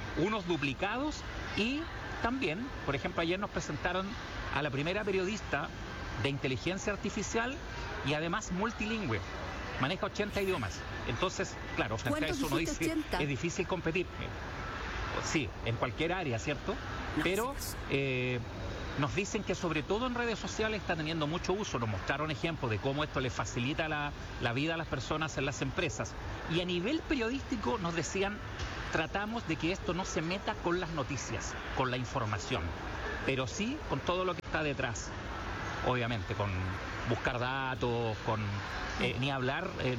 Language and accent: Spanish; Chile; vengo de Chile